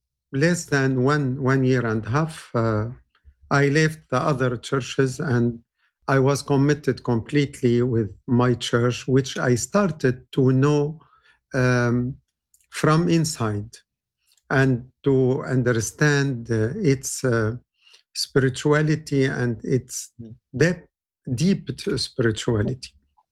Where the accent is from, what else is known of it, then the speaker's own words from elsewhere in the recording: Latakia, Latakia Governorate, Syria; moved away; I was born in Latakia. It is a small city on the seashore of the Mediterranean. Mm. It is about 60 miles of Antioch only.